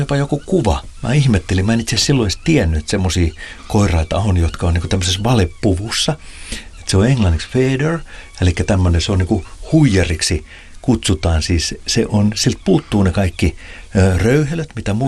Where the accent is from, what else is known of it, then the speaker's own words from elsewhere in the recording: Pori, Satakunta, Finland; Mä muistan 80-luvulla, niin kun mä olen Porista kotoisin, niin siellä oli vielä suokukkoja soittimia, niitä pesi siellä rantaniityllä.